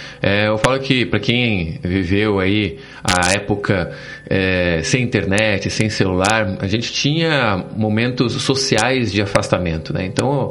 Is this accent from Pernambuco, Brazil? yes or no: no; Curitiba, Paraná, Brazil; born there; Sou curitibano